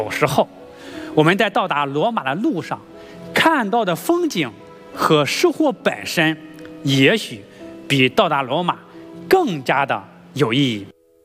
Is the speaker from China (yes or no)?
yes; China